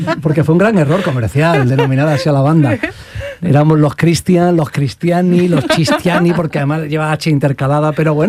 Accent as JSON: {"language": "Spanish", "town": "Granada", "region": "Andalusia", "country": "Spain", "said": "Sí, los grupos de mi tierra, de Granada"}